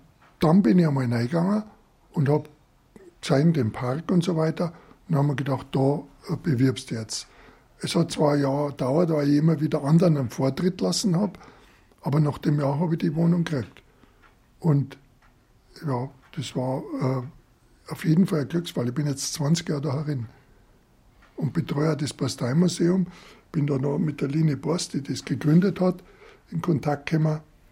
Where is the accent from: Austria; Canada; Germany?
Germany; Munich, Bavaria; Das ist so, ich bin in Allach aufgewachsen und habe nie was von der Borstei gehört.